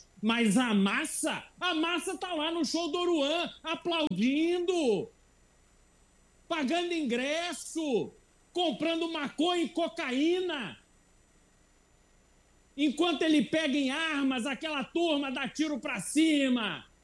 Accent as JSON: {"language": "Portuguese", "country": "Brazil", "said": "nós, como brasileiros conscientes que somos"}